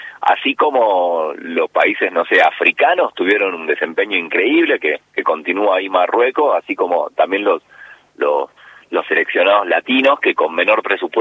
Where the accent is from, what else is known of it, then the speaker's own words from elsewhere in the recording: Argentina; Bueno, esto no se respiraba en la plaza, éramos todos argentinos, ¿no?